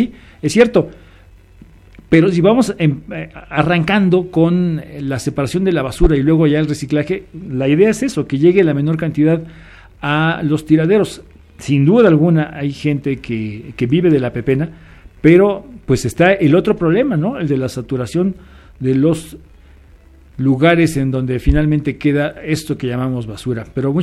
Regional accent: Mexico; somos mexicanos y mañosos.

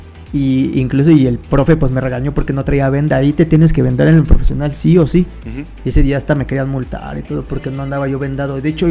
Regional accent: Apizaco, Tlaxcala, Mexico; De aquí, de Apizaco, Tlaxcala.

